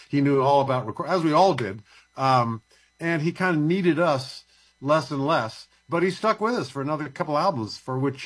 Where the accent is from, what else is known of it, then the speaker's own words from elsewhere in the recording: Beirut, Beirut Governorate, Lebanon; also born or lived in Virginia, United States / Cairo, Egypt; I was an American kid. I was born in Virginia. But my father, with his CIA job, had me growing up in Cairo and Lebanon, surrounded by Arabic music.